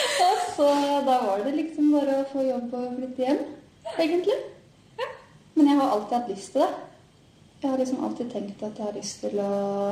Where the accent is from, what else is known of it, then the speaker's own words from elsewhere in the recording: Buskerud, Norway; accent: Halling; also born or lived in Nes / Gol; Født og oppvokst I Hallingdal, kan jeg jo si. For jeg jo bodd på Nes egentlig liksom, I starten, og så har jeg vært på Gol de siste årene.